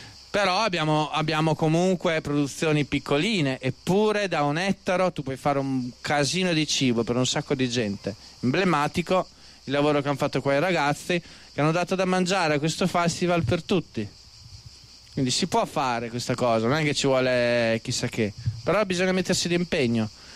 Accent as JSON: {"language": "Italian", "region": "Trentino-Alto Adige", "country": "Italy", "said": "Io vengo dal Trentino, c'è una valle, la Val di Gresta, che è l'emblema della produzione biologica."}